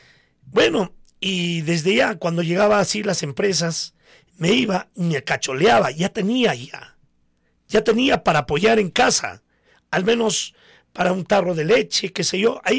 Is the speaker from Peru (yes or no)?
yes; Coracora, Ayacucho, Peru; El recordar mi niñez, ¿no? Parte de mi juventud aquí en la ciudad de Coracora.